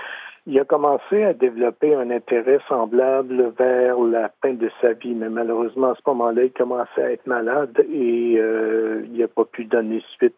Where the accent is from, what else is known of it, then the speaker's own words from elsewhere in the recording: Saint-Ours, Quebec, Canada; moved away; j'ai grandi à Saint-Ours avant de quitter l'endroit pendant plusieurs années et avant d'y revenir.